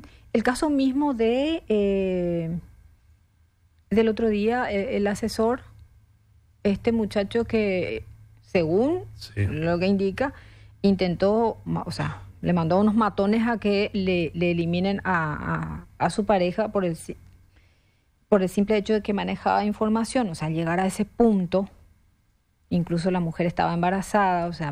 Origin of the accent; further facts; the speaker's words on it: Paraguay; en mi país, Paraguay